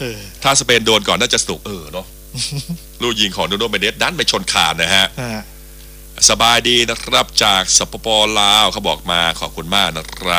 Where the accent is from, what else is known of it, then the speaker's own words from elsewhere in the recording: Mukdahan, Thailand; เพราะว่าแถวบ้านเกิดผมมุ่งอาหารก็คนเวียดนามอยู่เยอะแต่ว่าเป็นเจน4แล้วพี่เจน3เจน4แล้วเป็นคนไทยหมดแล้ว